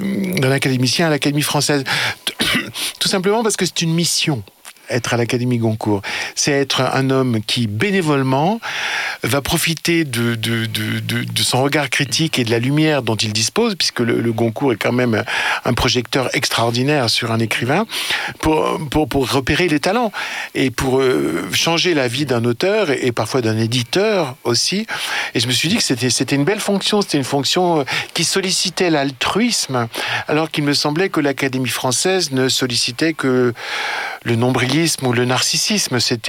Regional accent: Lyon, Auvergne-Rhône-Alpes, France; born there; Je suis né à Lyon

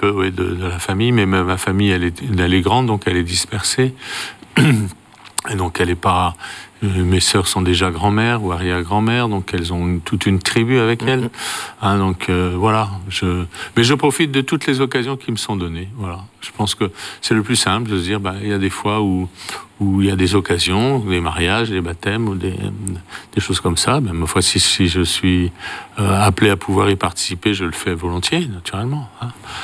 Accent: Cambrai, Hauts-de-France, France; also born or lived in Thiérache; now in Le Creusot, France; Oui, enfance à Cambrai.

